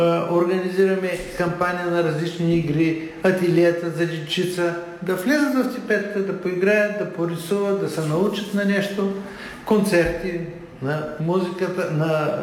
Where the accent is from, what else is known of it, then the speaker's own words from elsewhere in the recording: Plovdiv, Plovdiv Province, Bulgaria; Питате ме като пловдивчанка, все едно, че не знаете отговора.